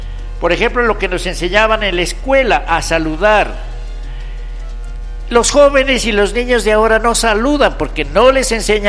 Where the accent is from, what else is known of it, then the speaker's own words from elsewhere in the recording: Puerres, Gualmatán, Contadero, Iles, Nariño, Colombia; cuando éramos niños, en Puerres, Gualmatán, Contadero, Iles, todos nuestros pueblos de acá